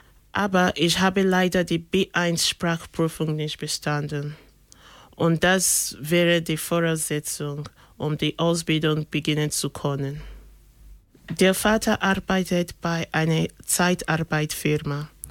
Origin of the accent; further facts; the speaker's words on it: Benin City, Edo, Nigeria; German is a second language; moved away as an adult; now in Germany; Ich komme aus Nigeria, aus Benin City. Das liegt in Edo State. 2015 bin ich nach Deutschland gekommen.